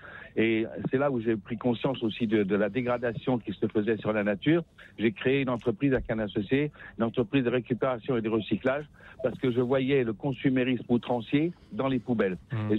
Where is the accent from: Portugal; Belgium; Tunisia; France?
Tunisia; Tataouine, Tataouine Governorate; also born or lived in Black Forest, Germany; mais je suis né en Tunisie, c'est comme ça, mon père était militaire, et j'ai vécu dans un petit village au bord du désert, qui s'appelle Funtatawin, et ensuite mon père a été muté en Allemagne, en Forêt-Noire